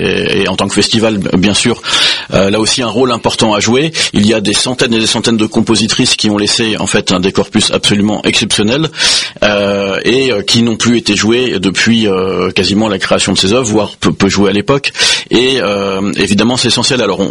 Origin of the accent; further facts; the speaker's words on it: Île-de-France, France; je viens du Val d'Oise et je le revendique.